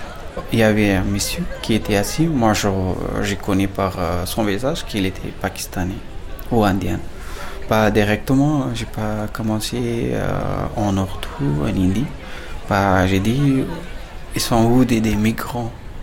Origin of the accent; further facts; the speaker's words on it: Afghanistan; French is a second language; moved away as an adult; now in France; J'ai 32 ans. Moi je viens d'Afghanistan. Je suis arrivé en France en 2015.